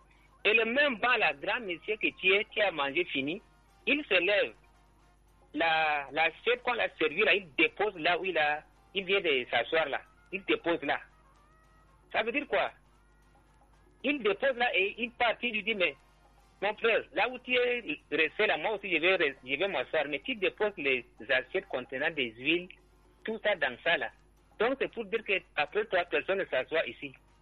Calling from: Cameroon; C'est la mentalité de Camerounais comme ça.

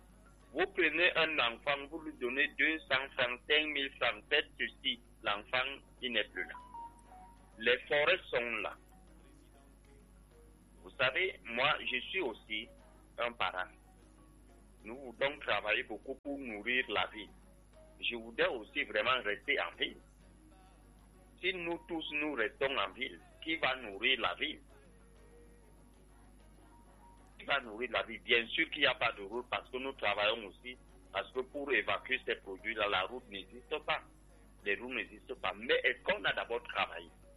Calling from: Cameroon; Moi, je suis plus jeune. Vous savez, je suis Bata, excusez-moi de le dire. Je suis en Balmayo, je fais le maïs à Fumbot.

